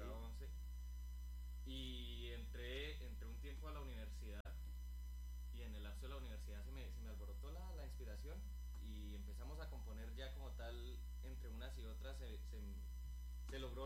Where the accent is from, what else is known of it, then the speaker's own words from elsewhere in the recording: Acacías, Meta, Colombia; now in Villavicencio, Colombia; nacido aquí en Villavicencio, me crié en Acacías y bueno, estamos de vuelta acá por las tierras del Villavicencio.